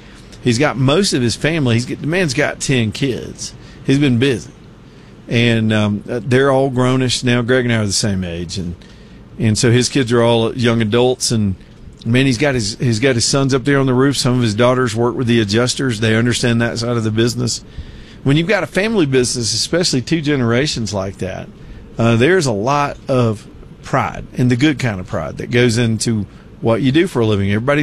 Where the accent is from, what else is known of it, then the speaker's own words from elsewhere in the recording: Roanoke, Virginia, United States; But it was back in my hometown down the road in Roanoke, only about 15 minutes.